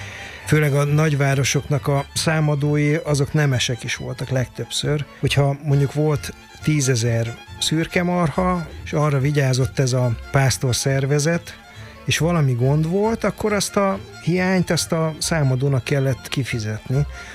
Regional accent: Szeged, Csongrád-Csanád, Hungary; Én ugye szegedi vagyok

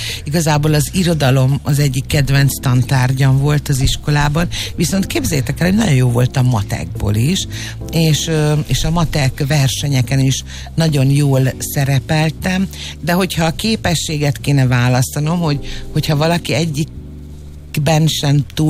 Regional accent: Hungary; én 73-ban születtem, és a 80-as évek végén, tehát én voltam ilyen 15-16 éves, és akkor jött be ez a fajta hamburger divat Magyarországon

